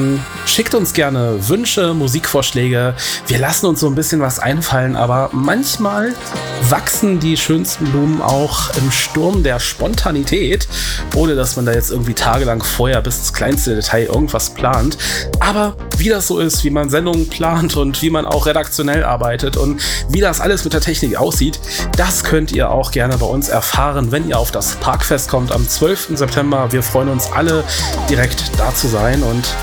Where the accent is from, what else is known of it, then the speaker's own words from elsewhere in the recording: Hildesheim, Lower Saxony, Germany; an alle in meiner Heimatstadt Hildesheim